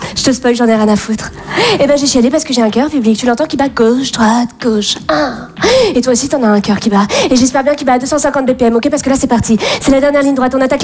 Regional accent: Bordeaux, Nouvelle-Aquitaine, France; je viens de Bordeaux. Et ayant grandi dans le milieu bourgeois bordelais, j'ai fait beaucoup de rallyes.

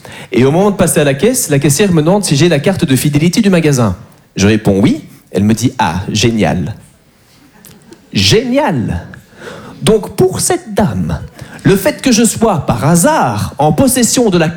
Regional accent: Belgium; je suis très content de jouer en France. Moi j'adore les Français, même si je suis belge

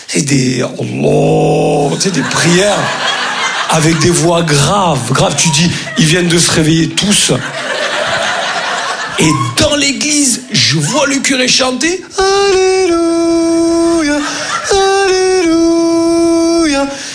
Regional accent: Grand Est, France; Comme on dit chez nous, en Lorraine.

